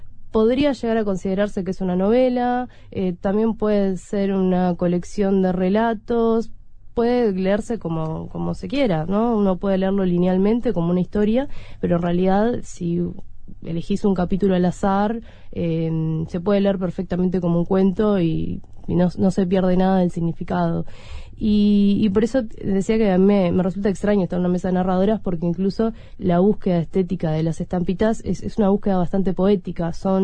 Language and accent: Spanish; Tacuarembó, Uruguay; born there; moved away as an adult; also born or lived in Durazno, Uruguay; now in Montevideo, Uruguay; si bien yo nací en Durazno, viví digo, mi adolescencia y bueno, eso, fundamentalmente mi adolescencia en Tacuarembó